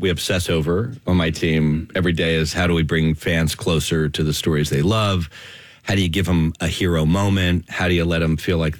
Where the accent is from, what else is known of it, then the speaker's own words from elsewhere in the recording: Lancaster, Pennsylvania, United States; moved away; I grew up in Lancaster.